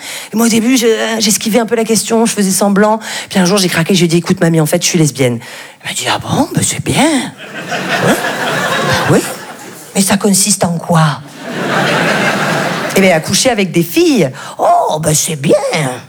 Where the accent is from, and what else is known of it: France